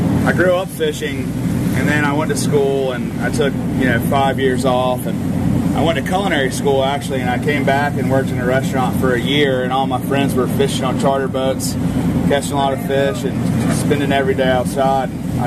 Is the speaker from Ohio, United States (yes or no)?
no; Hatteras, North Carolina, United States; also born or lived in Wilmington; I grew up in Hatteras, born and raised. I went to school in Wilmington, North Carolina, and lived there for 5 years. But other than that, I lived right here on the island.